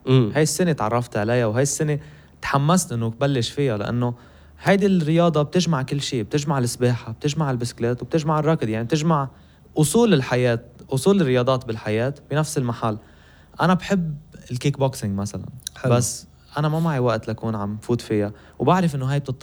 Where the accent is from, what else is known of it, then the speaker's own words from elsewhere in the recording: Lebanon; moved away; رح يخليني أرجع على بلدي لبنان